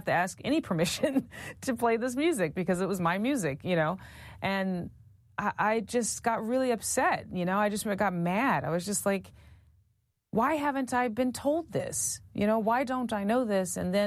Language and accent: English; North Carolina, United States; Yeah, I'm from North Carolina. from a mixed family, mixed black and white, and I know indigenous, you know, back there is kind of a typical Southern story of black, white, and red mixed in sort of indiscriminate ways.